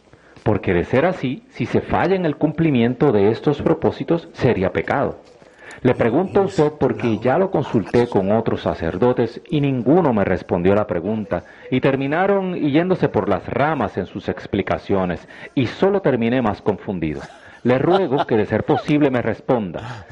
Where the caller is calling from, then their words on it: Casilda, Santa Fe, Argentina; de Casilda, provincia de Santa Fe, República de Argentina.